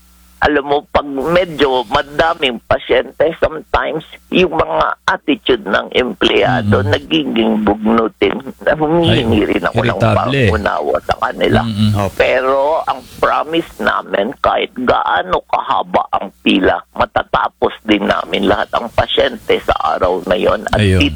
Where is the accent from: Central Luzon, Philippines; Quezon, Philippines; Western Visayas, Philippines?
Western Visayas, Philippines; accent: Ilonggo; tinatago ko ang aking Ilonggo accent. Kaso sometimes, pag nagtatanong kayo, dire-diretso lumalabas yung Ilonggo accent ko.